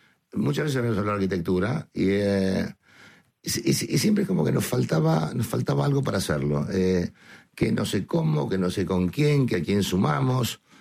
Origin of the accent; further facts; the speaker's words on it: Argentina; somos una radio muy pequeña, muy pequeña. Entonces, es una ventana al mundo. Y siendo, Argentina no está acá al lado como está España. Estamos un poquito más lejos.